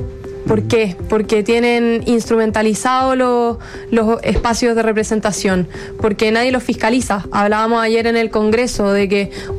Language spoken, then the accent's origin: Spanish; Chile; esta violencia no somos los estudiantes de Chile